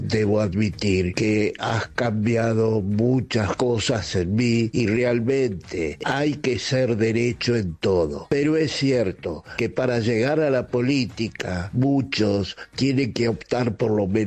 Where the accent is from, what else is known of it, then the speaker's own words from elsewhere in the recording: Corcovado, Chubut, Argentina; Buen día, Tomás … de Corcovado.